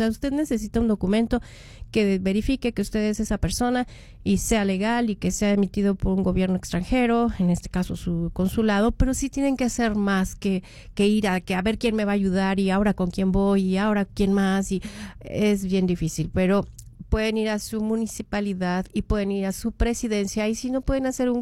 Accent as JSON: {"language": "Spanish", "country": "Mexico", "moved": "yes", "said": "soy mexicana en el exterior"}